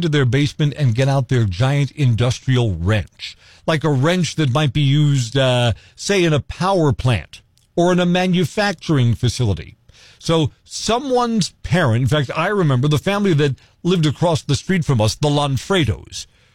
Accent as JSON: {"language": "English", "town": "New York City", "region": "New York", "country": "United States", "tie": "born or raised there", "lives_now": "Central Wisconsin, United States", "said": "the different growing up experiences that I had growing up in New York City compared to you, many of whom have grown up here in the country of Central Wisconsin."}